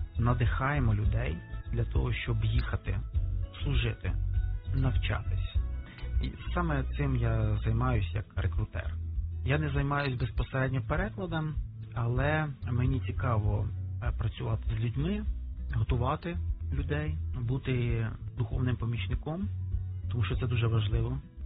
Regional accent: Bila Tserkva, Kyiv Oblast, Ukraine; Я з Білої церкви.

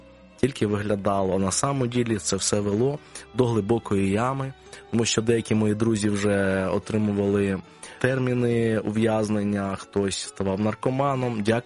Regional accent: Kyiv, Ukraine; і я із Києва несу пасторське служіння в помісній церкві, яка називається Філадельфія.

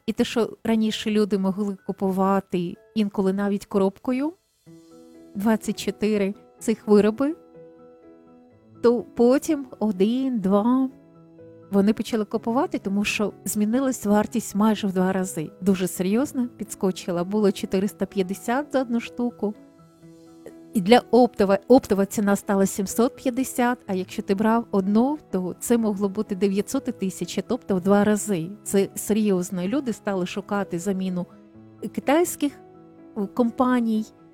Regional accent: Kyiv, Ukraine; хоча я киянка

